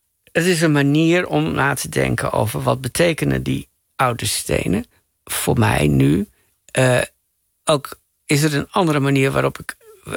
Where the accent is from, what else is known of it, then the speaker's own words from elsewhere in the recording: Assen, Drenthe, Netherlands; We woonden aan de rand van Assen, provinciestadje. Maar in ieder geval, meteen stroomde al landschap Drenthe aan.